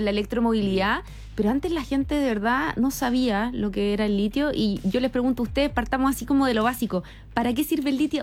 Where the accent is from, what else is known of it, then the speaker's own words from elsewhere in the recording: Chile; Porque somos chilenos. No, porque yo creo que es parte de la cultura chilena.